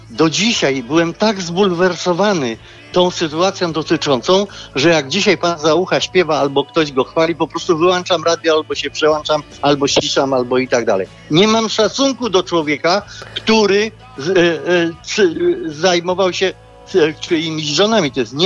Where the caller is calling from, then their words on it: Kraków, Lesser Poland, Poland; ja dzwonię z Krakowa.